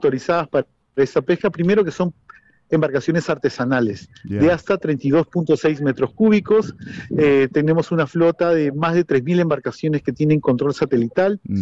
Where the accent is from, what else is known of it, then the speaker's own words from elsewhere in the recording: Peru; como peruanos y como autoridades